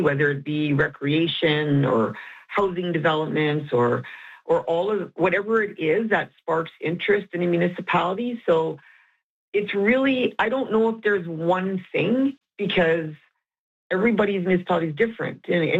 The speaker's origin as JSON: {"language": "English", "country": "Canada", "said": "I think it's part of being a Canadian."}